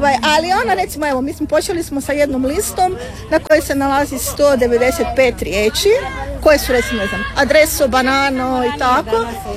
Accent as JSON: {"language": "Croatian", "town": "Zagreb", "region": "City of Zagreb", "country": "Croatia", "said": "sa kolegicom Gordanom Plavšić. Ja sam, mislim, došla iz Zagreba, a kolegica Plavšić je došla iz Pule."}